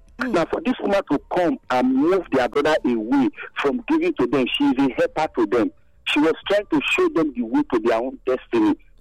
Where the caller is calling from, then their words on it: Ogida, Edo, Nigeria; From home, Ogida.